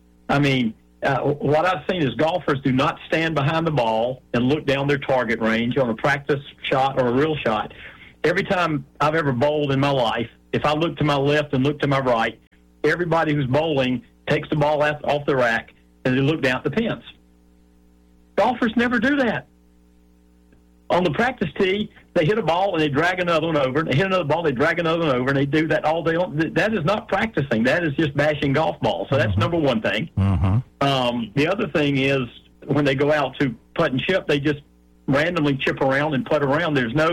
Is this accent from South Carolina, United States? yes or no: yes; Barnwell, South Carolina, United States; also born or lived in Sweetwater; I grew up down in Sweetwater and Barnwell.